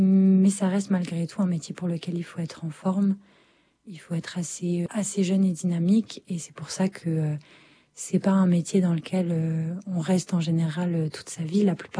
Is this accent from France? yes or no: yes; France; now in Paris region, France; je suis française et que j'habitais déjà en région parisienne.